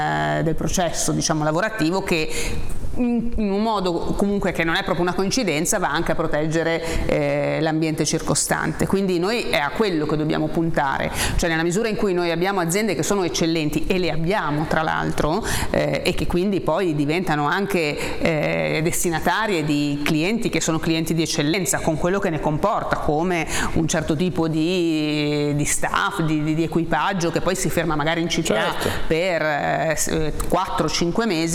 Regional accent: Genoa, Liguria, Italy; Noi siamo genovesi

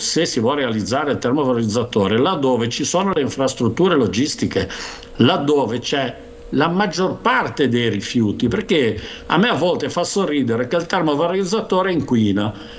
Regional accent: Torriglia, Liguria, Italy; born or raised there

